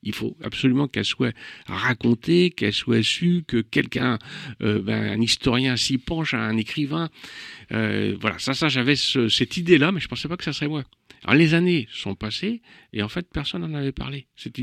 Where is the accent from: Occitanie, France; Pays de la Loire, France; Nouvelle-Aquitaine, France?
Pays de la Loire, France; Saint-Nazaire; born there; Je suis né en 1960 à Saint-Nazaire, donc je connais très très bien ce terroir-là, toute cette communauté-là.